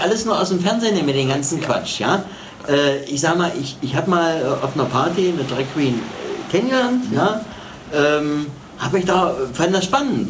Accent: eastern Germany, Germany; Ich komme ja aus dem Osten

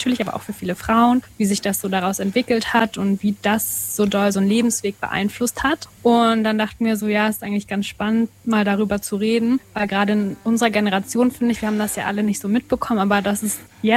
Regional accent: Cottbus, Brandenburg, Germany; moved away as an adult; also born or lived in Erfurt / Kiel; now in Berlin, Germany; Ich komme aus Cottbus. Ursprünglich.

